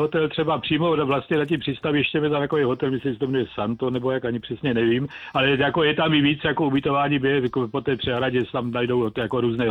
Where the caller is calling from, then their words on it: Brno, South Moravian Region, Czechia; já jsem z Brna, Brno má krásné okolí